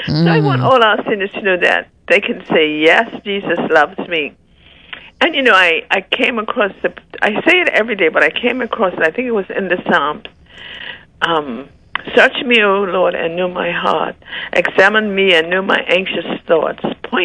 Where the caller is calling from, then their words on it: St. George's, Bermuda; I am St. George's all the way since a little girl, because my uncle lived in St. George's. That's the only reason that I know I'm from St. George's.